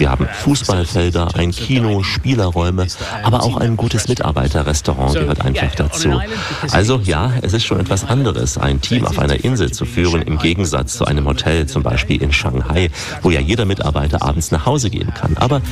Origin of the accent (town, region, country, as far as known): East India, India; German is a second language